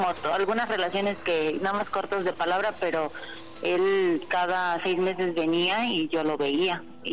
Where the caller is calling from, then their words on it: Guerrero, Mexico; Tengo 37 años y hablo del estado de Guerrero.